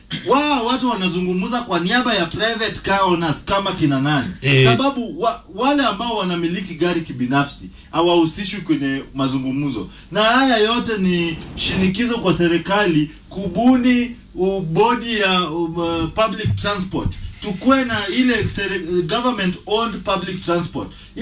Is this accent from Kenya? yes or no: yes; Kenya; Mimi naongea kama mjaluo ambaye ameshiriki maandamano maisha yake mzima.